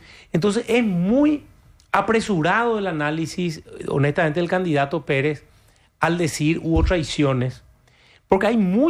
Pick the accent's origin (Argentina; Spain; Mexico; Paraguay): Paraguay; Asunción